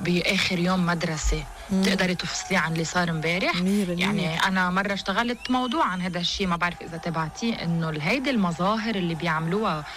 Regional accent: Lebanon; نحن بلبنان

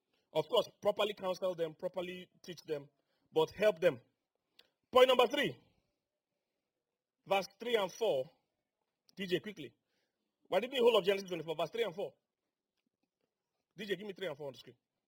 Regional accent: Nigeria

